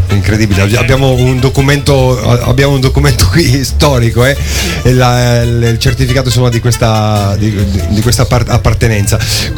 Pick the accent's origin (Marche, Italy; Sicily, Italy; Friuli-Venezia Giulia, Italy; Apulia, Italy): Friuli-Venezia Giulia, Italy; Io friulano